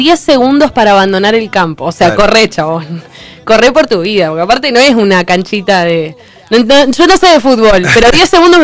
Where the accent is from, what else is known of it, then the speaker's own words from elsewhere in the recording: Argentina; ¿Viste cómo somos los argentinos?